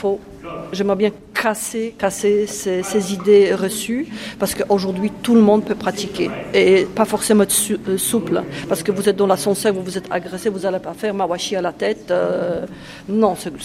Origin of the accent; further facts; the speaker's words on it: Poland; also born or lived in Nîmes; now in France; je viens de Pologne, donc ça fait déjà nombreuses années que je suis en France.